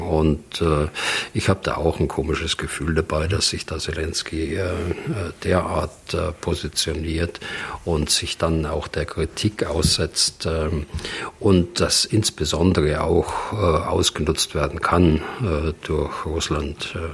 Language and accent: German; West Germany, Germany; bei uns in Westdeutschland, wo ich groß geworden bin